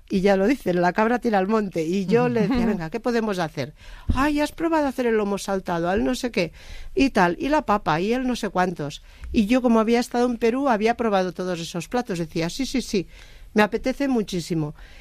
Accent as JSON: {"language": "Spanish", "town": "Lleida", "region": "Catalonia", "country": "Spain", "said": "Y yo soy de Lleida, entonces el día que hay un nubarrón ya estamos preparando las bolsas y las botas para ir a por caracoles."}